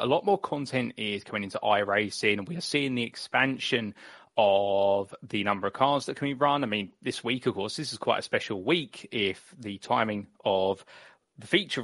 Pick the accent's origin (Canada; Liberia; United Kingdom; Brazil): United Kingdom; born or raised there